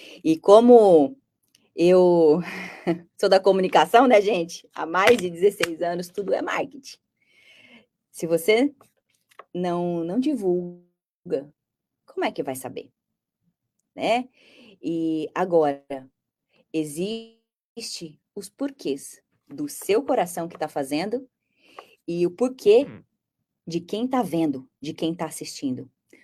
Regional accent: Brazil; sou brasileira com muito orgulho.

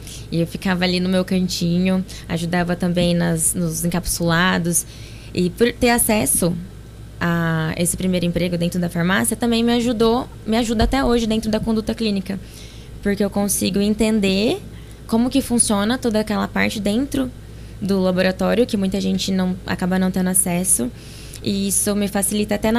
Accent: Jaboticabal, São Paulo, Brazil; moved away as an adult; also born or lived in Ribeirão Preto; now in Monte Alto, Brazil; Não, eu nasci em Ribeirão, mas vivi toda a minha vida em Jaboticabal, fui lá só para nascer. E fiquei em Jaboticabal até os 18 anos. Quando vim para Monte Alto, eu estava iniciando a minha faculdade.

